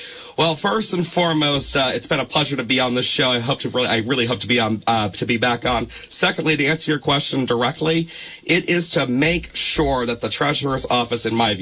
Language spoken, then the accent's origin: English; Rutland, Vermont, United States; My very first one was recorded at Peg TV of Rutland City, of all places, my actual my hometown of Rutland County.